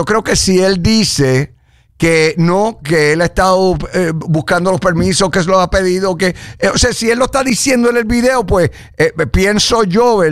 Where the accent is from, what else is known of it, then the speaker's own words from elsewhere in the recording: Puerto Rico; Yo como boricua, lo que puedo quizás decir